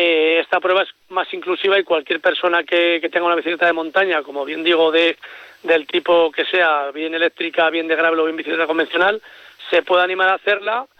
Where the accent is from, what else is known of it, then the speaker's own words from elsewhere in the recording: Albelda de Iregua, La Rioja, Spain; Es donde me he criado yo, Albelda Iregua, mi pueblo